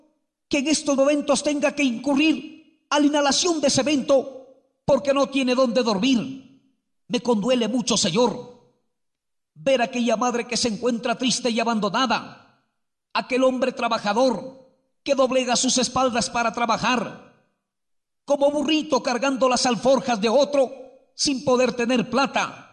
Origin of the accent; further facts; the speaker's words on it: Salas, Penachí, Lambayeque, Peru; somos de San Las Penachí, de San Las Penachí